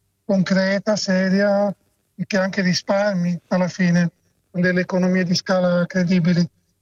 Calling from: Udine, Friuli-Venezia Giulia, Italy; In questo momento sono in viaggio dalla Croazia, però sto a Udine

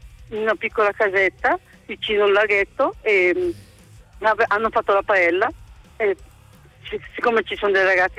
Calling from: Valstrona, Piedmont, Italy; Da sopra in Vallestrona, da sopra il lago d'Orta

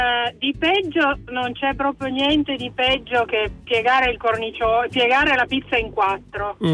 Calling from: Turin, Piedmont, Italy; da Torino.

